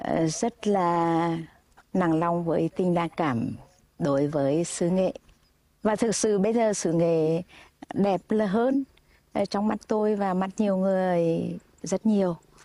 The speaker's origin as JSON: {"language": "Vietnamese", "region": "Nghe region", "country": "Vietnam", "tie": "born or raised there", "said": "Tôi sinh ra và lớn lên ở xứ Nghệ, và bây giờ thì đã phần thời gian tôi xa quê. Thỉnh thoảng tôi mới về xứ Nghệ"}